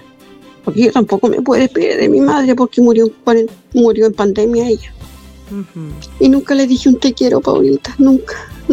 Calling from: Hualpén, Biobío, Chile; de Hualpén

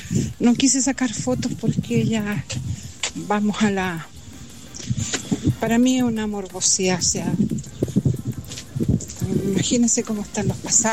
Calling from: Coronel, Biobío, Chile

